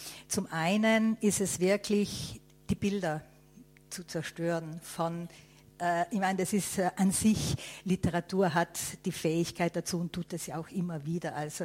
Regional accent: Tyrol, Austria; Das ist mein Recht als Tirolerin.

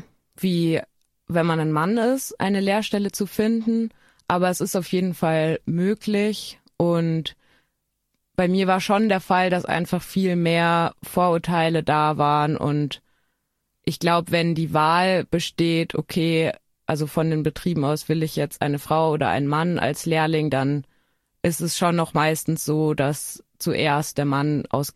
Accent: Bavaria, Germany; ich komme ja eben aus Bayern und auf dem Dorf

